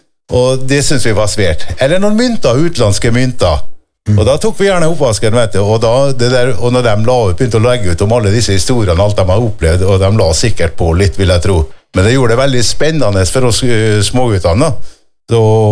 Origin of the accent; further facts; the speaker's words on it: Kristiansund, Møre og Romsdal, Norway; jeg er fra Kristiansund